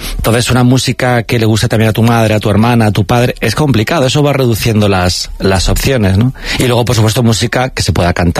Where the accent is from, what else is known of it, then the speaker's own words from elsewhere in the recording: Alcorcón, Community of Madrid, Spain; y cuando decían, ¿tú de dónde eres? Yo decía, Alcorcón, la gente era como, ¿sabes? En plan, como que les parecía gracioso ser de Alcorcón, y yo, ¿qué pasa? En plan, para mí ser de Alcorcón era normal